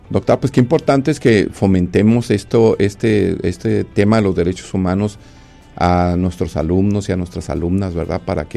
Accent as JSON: {"language": "Spanish", "town": "Guadalajara", "region": "Jalisco", "country": "Mexico", "tie": "born there", "moved": "yes", "lives_now": "Tijuana, Mexico", "said": "yo por ejemplo soy de Guadalajara, tijuanense, pero nacido en Guadalajara"}